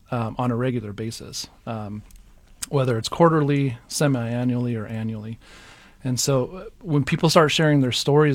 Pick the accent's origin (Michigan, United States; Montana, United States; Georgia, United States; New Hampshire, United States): Montana, United States; Lolo; moved away as an adult; now in Phoenix, United States; I grew up in a small town called Lolo, Montana. And when I was 19 years old, I moved out to Phoenix, Arizona. Grew up in a secular home. Didn't know the Lord. None of my family members went to church.